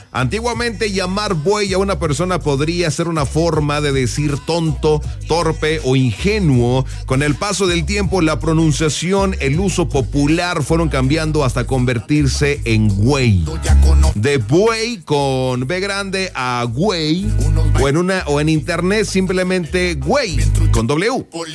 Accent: Mexico

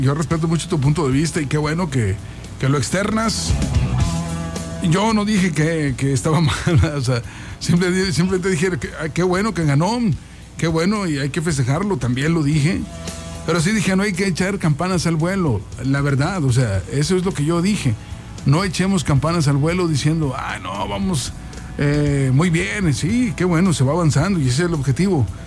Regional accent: Mexico; soy mexicano

